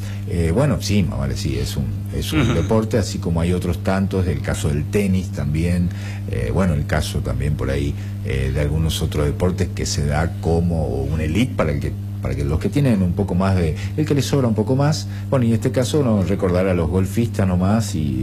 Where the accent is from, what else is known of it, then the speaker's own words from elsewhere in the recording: Argentina; nosotros, que somos muy argentinos